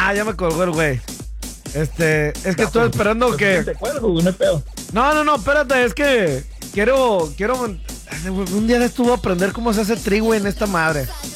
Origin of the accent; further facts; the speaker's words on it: Mexico City, Mexico; Es que estoy leyendo aguas porque soy de Tepito.